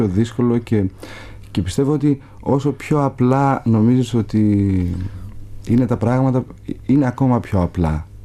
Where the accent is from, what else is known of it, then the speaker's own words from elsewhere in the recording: Greece; moved away as an adult; also born or lived in Paris; εκεί συνειδητοποιώ το ότι είμαι Έλληνας